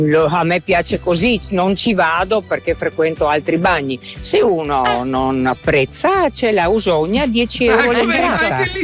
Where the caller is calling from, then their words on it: Trieste, Friuli-Venezia Giulia, Italy; io sono triestina